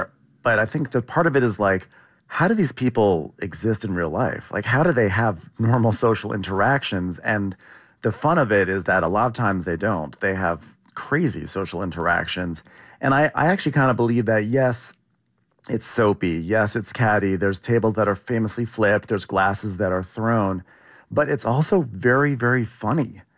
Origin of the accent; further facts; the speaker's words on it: New York City, New York, United States; I'm a New Yorker